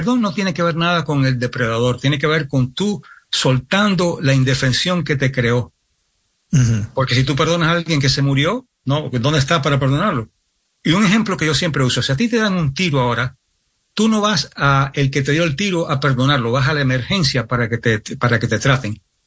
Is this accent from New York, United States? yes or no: yes; New York, United States; Cuando yo me crié en Nueva York y vivía en un barrio donde no había muchos hispanos, mi familia es de España, pero hispanos.